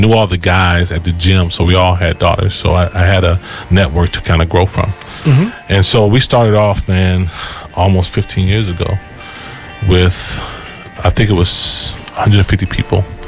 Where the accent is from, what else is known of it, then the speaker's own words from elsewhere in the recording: East Chicago, Indiana, United States; moved away as an adult; now in Minneapolis, United States; I'm originally from Indiana, East Chicago, Indiana.